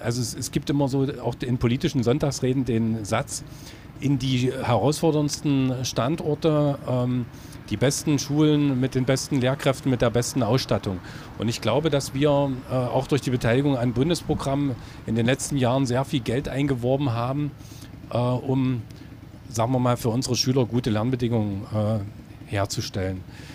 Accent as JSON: {"language": "German", "town": "Halle", "region": "Saxony-Anhalt", "country": "Germany", "tie": "born or raised there", "said": "Ich bin in Halle-Neustadt so aufgewachsen, war ein Akademikerkind und in meinem Block, da wohnten viele, viele Arbeiterkinder"}